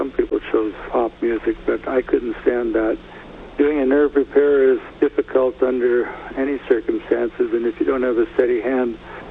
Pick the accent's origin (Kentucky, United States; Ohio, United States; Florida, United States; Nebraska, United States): Nebraska, United States; Kearney; from Kearney.